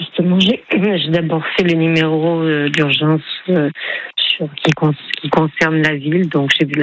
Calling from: Cannes, Provence-Alpes-Côte d'Azur, France; j'habite à Cannes

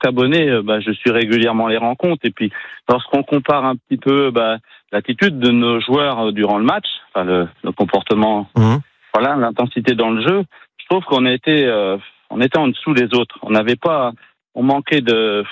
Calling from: Torcé-Viviers-en-Charnie, Pays de la Loire, France; je suis de Torcy-Vivier en Charny.

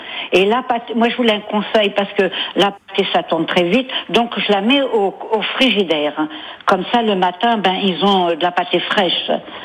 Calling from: Plestin-les-Grèves, Brittany, France; moi j'habite à Plestin

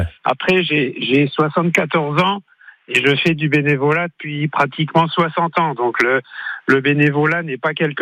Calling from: Metz, Grand Est, France; Je suis de Metz, j'habite à Voipy

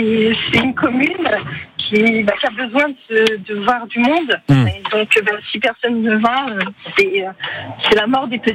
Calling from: Bois-de-Céné, Pays de la Loire, France; j'habite à Bois-de-Séné

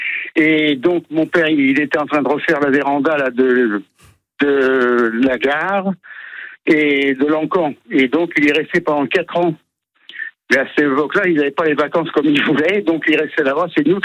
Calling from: Angoulins, Nouvelle-Aquitaine, France; J'habite à Angoulin.

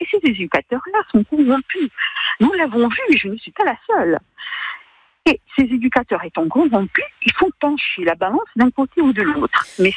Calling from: Corsica, France; chez nous en Corse

